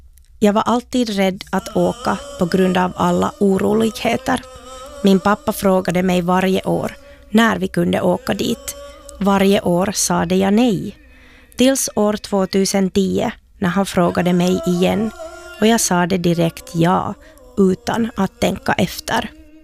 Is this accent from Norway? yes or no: no; Finland; Vi var flera från Finland som åkte tillsammans.